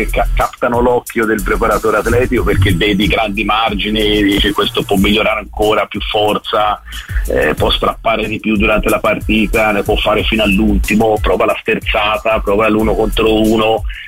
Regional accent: Florence, Tuscany, Italy; La piazza si sa tutti, sono fiorentino e tifo Fiorentina da sempre

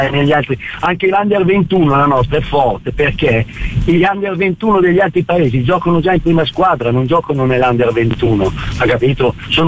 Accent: Emilia-Romagna, Italy; Che io sono emiliano e il mio papà era l'unico tifoso viola ai suoi tempi

